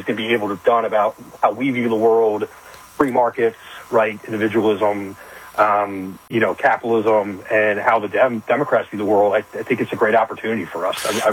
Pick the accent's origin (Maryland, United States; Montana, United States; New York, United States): Maryland, United States; Germantown; I actually grew up in Germantown. I grew up and went back and forth.